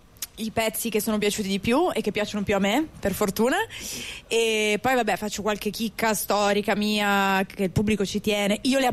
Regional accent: Turin, Piedmont, Italy; io sono di Torino, quindi sono un po' strega, sono un po' esoterica, insomma ce l'ho un po' nel sangue l'esoterismo

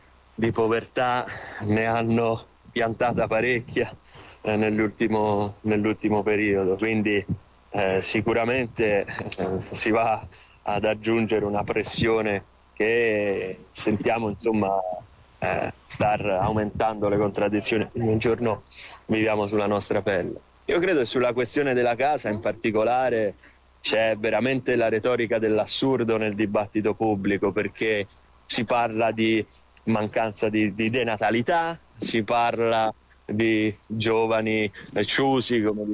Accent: Rome, Lazio, Italy; io sono di Roma

